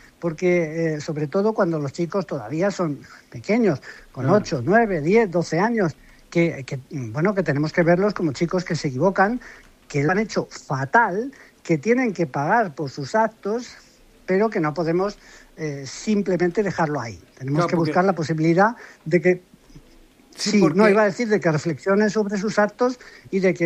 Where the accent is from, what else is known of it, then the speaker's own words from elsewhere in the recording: Madrid, Community of Madrid, Spain; yo soy de Madrid, vivo en Madrid, pero soy del Barcelona.